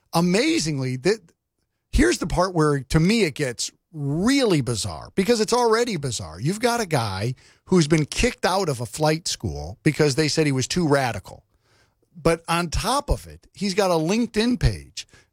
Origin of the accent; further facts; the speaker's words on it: New York, United States; moved away as an adult; also born or lived in Washington, D.C.; I lived in D.C. on September 11th. I'm from the New York tri-state area, and I had lived in New York City before I moved to New York or to D.C. I lived in the late 90s in New York City, moved to D.C.